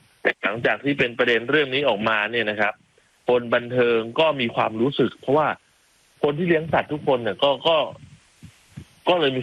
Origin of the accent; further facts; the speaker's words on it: Chachoengsao, Thailand; born there; ครับผมเป็นคนเกิดน่าจะเป็นภูมิลำเนาเกิดเลยแหละเกิดที่ฉะเชิงเทรานั่นแหละ